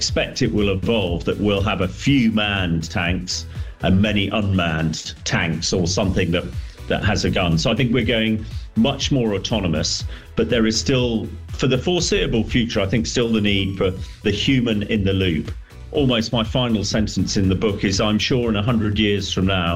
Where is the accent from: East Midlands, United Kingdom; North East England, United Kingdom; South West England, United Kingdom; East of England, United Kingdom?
South West England, United Kingdom; I've been going to the Tank Museum since I was a boy. I grew up in Dorset.